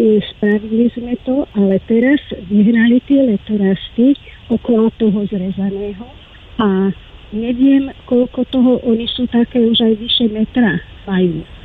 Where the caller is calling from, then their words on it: Stará Turá, Trenčín Region, Slovakia; ja som zo Starej Turej.